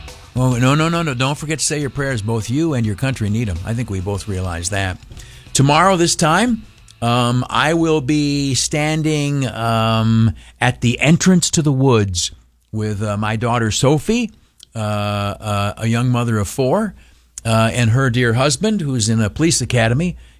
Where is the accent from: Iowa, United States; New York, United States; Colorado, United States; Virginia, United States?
New York, United States; Canisteo; I grew up in a town of Canastillo, in the Southern Tier, a home of the world-famous Canastillo Living Sign.